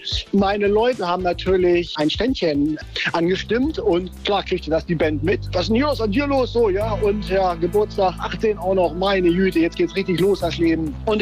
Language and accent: German; Lower Saxony, Germany; aufgewachsen in Niedersachsen.